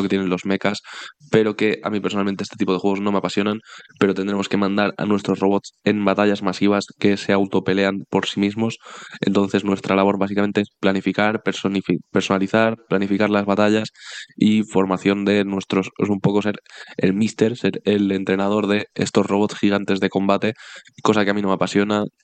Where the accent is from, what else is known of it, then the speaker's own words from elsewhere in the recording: Spain; somos españoles, habrá que decirlo en nuestro idioma y no en inglés.